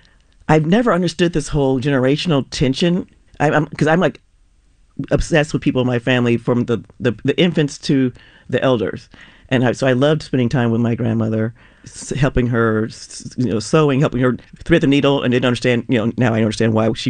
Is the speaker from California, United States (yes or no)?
yes; San Francisco, California, United States; also born or lived in Oakland; I grew up in San Francisco, but I lived in Oakland while I was a grad student, and my grandmother lived there when I was a child.